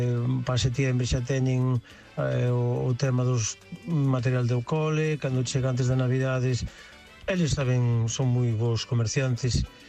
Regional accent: Narón, Galicia, Spain; Bos días, Galicia por diante.

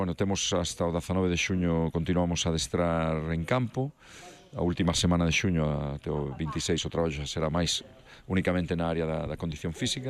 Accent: Narón, Galicia, Spain; eu son de Narón, de Ferrolterra

